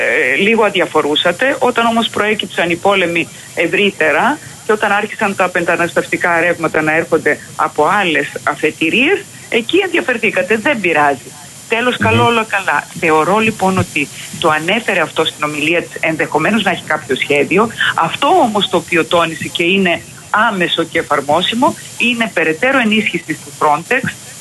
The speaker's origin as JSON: {"language": "Greek", "country": "Greece", "said": "Και εμείς το τονίσαμε ως Έλληνες"}